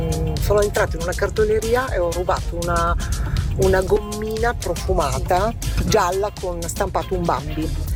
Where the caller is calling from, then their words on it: Milan, Lombardy, Italy; siamo da Milano.